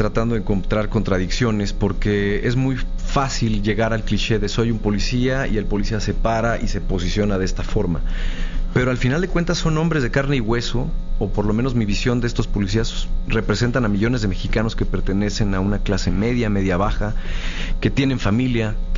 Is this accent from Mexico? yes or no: yes; Mexico; también cambiar un poco la visión de lo que somos como mexicanos. Nosotros también podemos sentirnos orgullosos de nuestra cultura, de nuestras historias, de nuestra gente.